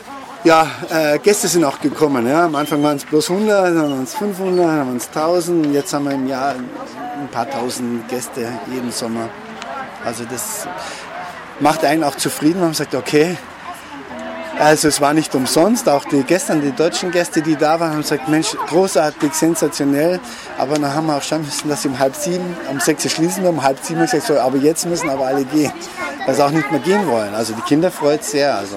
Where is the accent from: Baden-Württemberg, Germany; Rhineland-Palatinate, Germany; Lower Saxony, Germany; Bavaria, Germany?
Bavaria, Germany; moved away as an adult; now in Hungary; ich habe bei uns in Bayern gab es immer, ich war ja Western-Fan, ich tue Western-Reiten schon über 20 Jahren. Und dann habe ich mir gedacht, man müsste doch mal hier was in Ungarn aufziehen können